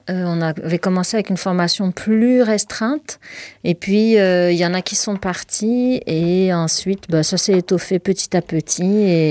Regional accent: Morocco; first language Moroccan Arabic; French is a second language; l'arabe parlé marocain, oui, tout à fait, la darija. Donc c'est avec cette langue-là que je chante, c'est ma langue maternelle. Et les musiques, les sons, les rythmes sont d'inspiration de tous les rythmes du Maroc.

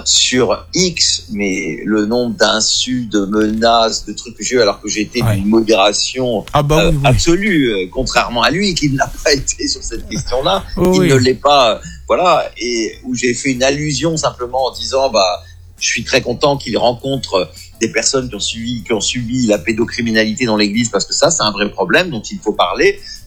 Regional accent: Béthune, Hauts-de-France, France; moved away; also born or lived in Paris; je suis à Paris toutes les semaines pour les associations que je préside, mais je vis maintenant en province, je vis à Béthune, dans le Pas-de-Calais, je suis retourné dans ma région.

